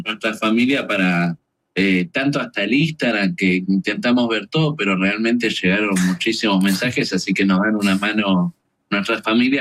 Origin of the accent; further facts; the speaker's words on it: Mar del Plata, Buenos Aires Province, Argentina; somos dos pibes de Mar del Plata y no somos más que nadie